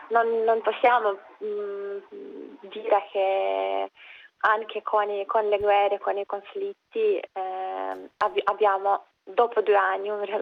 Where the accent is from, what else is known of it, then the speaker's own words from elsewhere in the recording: Ukraine; Italian is a second language; moved away as an adult; now in Arezzo, Italy; sono ucraina, ho arrivato a Rondine, un posto meraviglioso, nell'anno 2022 come una studentessa ucraina